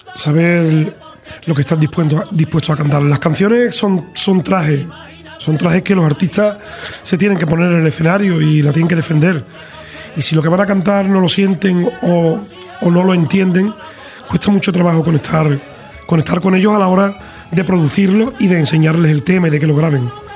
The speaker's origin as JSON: {"language": "Spanish", "town": "Dos Hermanas", "region": "Andalusia", "country": "Spain", "tie": "born there", "said": "la feria de mi pueblo acaba de terminar"}